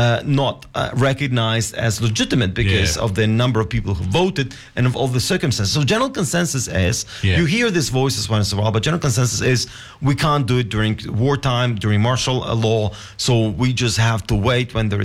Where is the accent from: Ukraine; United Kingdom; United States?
Ukraine; now in Australia